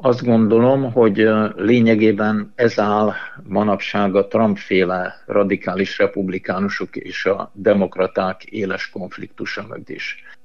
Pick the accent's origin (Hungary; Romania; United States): Hungary; hát mi Magyarországról jöttünk, és véletlenül kerültünk ugyan ide